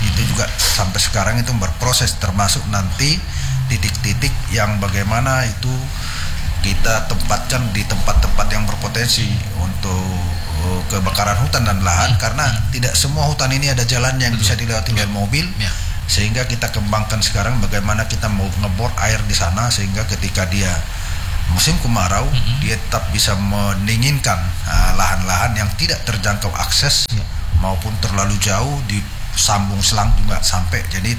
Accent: Medan, North Sumatra, Indonesia; moved away as an adult; now in East Kalimantan, Indonesia; seperti saya juga orang Medan

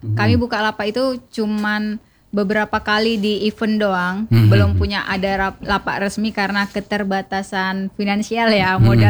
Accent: Aek Kanopan, North Sumatra, Indonesia; moved away; asal saya dari Aek Kanopan, Sumatera Utara.

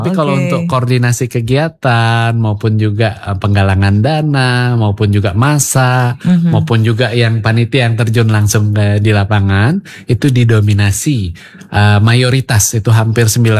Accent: Palembang, South Sumatra, Indonesia; now in Manokwari, Indonesia; Saya kan asal dari Palembang.

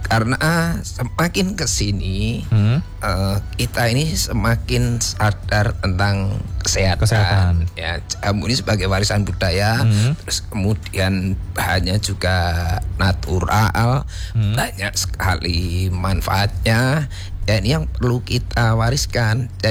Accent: Java, Indonesia; Nah, kebetulan saya basic juga sekolah dulu di Jawa, lahir di Jawa, mungkin sudah kental sekali nuansa jamu.

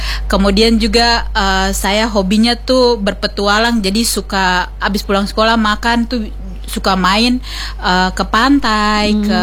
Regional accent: Kaimana, West Papua, Indonesia; Waktu kecil saya habiskan antara di Kaimana dan juga di Kampung Arguni. Karena kebetulan waktu itu bapak juga pernah menjabat sebagai kepala distrik di Teluk Arguni atas. Jadi saya menghabiskan masa SD di sana.

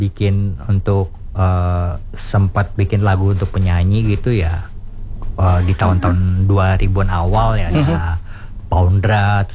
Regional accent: Jakarta, Indonesia; Asli dari Jakarta, Indonesia lah

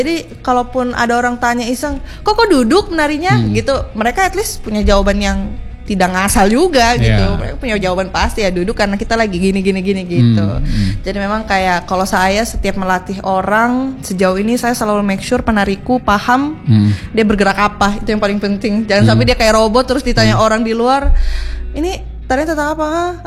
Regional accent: Sulawesi, Indonesia; Tapi saya besarnya di Sulawesi.

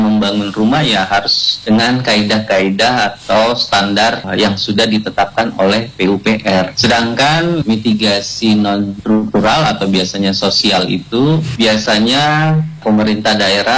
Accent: Gorontalo, Indonesia; Jadi memang daerah saya, khususnya di Indonesia, khususnya di Gorontalo itu memang punya karakteristik tektonik yang memiliki zona megatras juga.

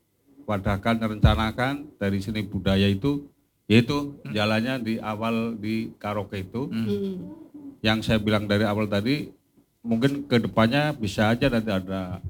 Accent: Tangerang, Banten, Indonesia; Walaupun jauh, kayak saya dari Tangerang

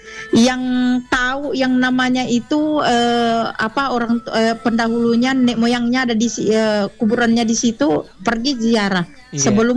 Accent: Sidrap, South Sulawesi, Indonesia; di kampung saya di Sidrap

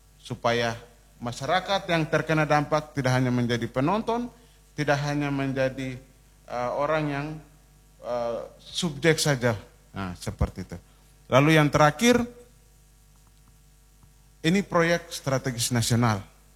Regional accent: South Papua, Indonesia; Khusus untuk kita di Kabupaten Merauke

